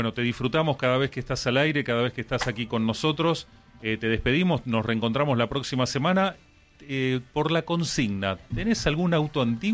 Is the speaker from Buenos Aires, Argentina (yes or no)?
yes; Buenos Aires, Argentina; Yo soy de Lugano, Capital Federal.